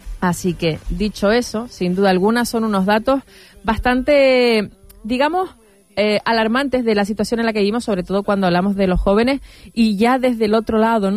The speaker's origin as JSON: {"language": "Spanish", "area": "La Palma", "region": "Canary Islands", "country": "Spain", "said": "Hay una curiosidad muy, muy nuestra, muy de La Palma"}